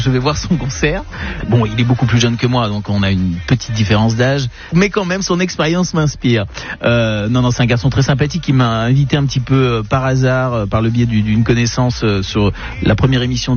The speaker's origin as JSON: {"language": "French", "town": "Nancy", "region": "Grand Est", "country": "France", "moved": "yes", "said": "Moi, qui venais de province, je suis de Nancy."}